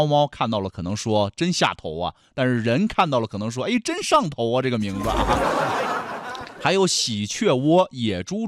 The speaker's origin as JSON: {"language": "Chinese", "region": "Yunnan", "country": "China", "said": "源自咱们云南人的赶该习俗啊"}